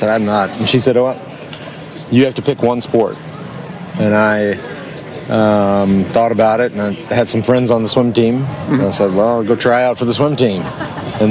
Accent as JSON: {"language": "English", "region": "Texas", "country": "United States", "tie": "born or raised there"}